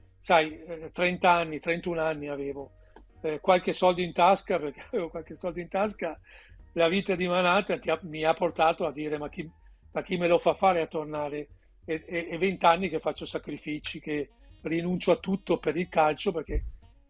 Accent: Veneto, Italy; Io giocavo in una squadretta del mio paese, in Veneto

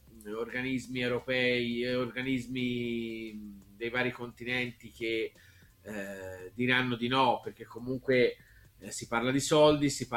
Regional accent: Florence, Tuscany, Italy; essendo di Firenze, insomma, da piccolo, da giovane, grande tifoso della Fiorentina

